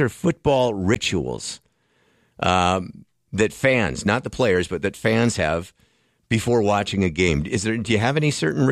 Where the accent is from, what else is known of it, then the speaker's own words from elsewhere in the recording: Saskatchewan, Canada; Growing up in Saskatchewan